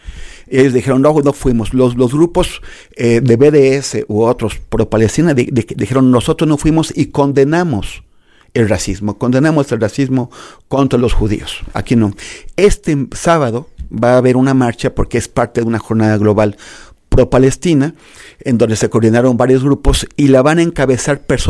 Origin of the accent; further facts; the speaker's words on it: Mexico; O sea, nosotros como mexicanos, sí.